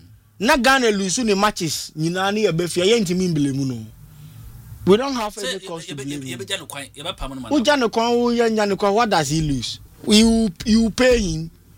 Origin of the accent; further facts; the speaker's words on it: Ghana; as a Ghanaian